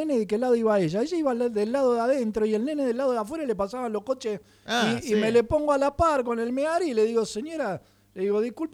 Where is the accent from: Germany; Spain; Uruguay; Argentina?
Uruguay; moved away; el chiste que hacíamos cuando éramos chicos en Uruguay?